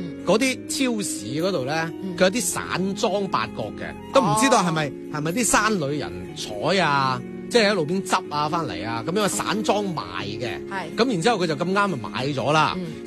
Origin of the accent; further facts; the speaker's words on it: Guangdong, China; 即系叫做话横向类比翻我哋老广，